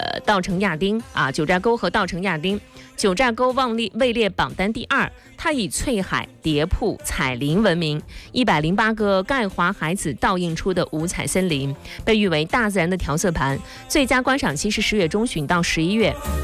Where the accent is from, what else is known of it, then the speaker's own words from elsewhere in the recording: Shandong, China; 我们山东人的厚道山东人